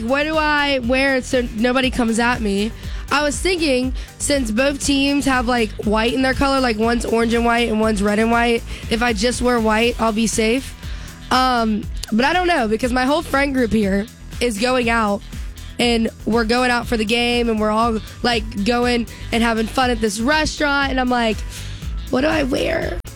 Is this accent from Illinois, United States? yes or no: no; Baton Rouge, Louisiana, United States; now in Texas, United States; I am not from here, so I am from Baton Rouge, Louisiana.